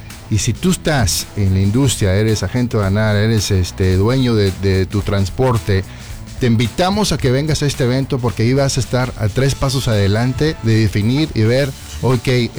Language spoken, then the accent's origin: Spanish; Laredo, Texas, United States; moved away as an adult; yo soy nativo de Laredo, Texas, padres mexicanos, orgullosamente. Yo me fui hace, pues, ¿qué? 20, 25 años, terminé la prepa.